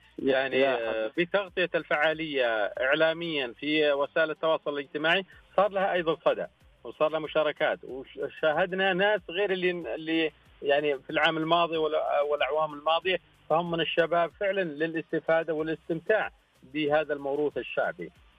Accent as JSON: {"language": "Arabic", "town": "Hail", "region": "Ha'il Province", "country": "Saudi Arabia", "said": "يعني الريع يمكن مصطلح معروف عندنا بحائل لكن عند غيرنا يمكن ما يعرفه."}